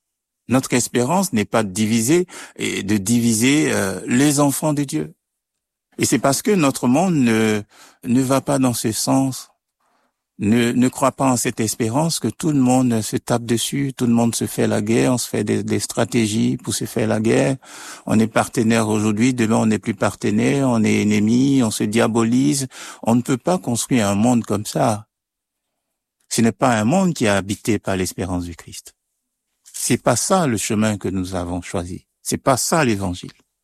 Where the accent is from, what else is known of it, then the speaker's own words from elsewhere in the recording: Côte d’Ivoire; also born or lived in Switzerland; Alors moi, je suis originaire de la Côte d'Ivoire. J'ai exercé comme prêtre en Afrique.